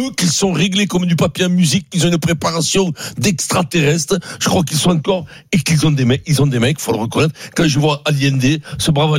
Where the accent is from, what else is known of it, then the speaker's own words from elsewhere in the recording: France; Je dis pas ça parce qu'on est français, parce que je trouve.